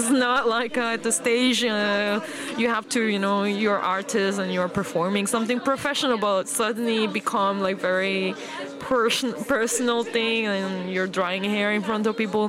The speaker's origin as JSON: {"language": "English", "country": "South Korea", "said": "I'm from South Korea."}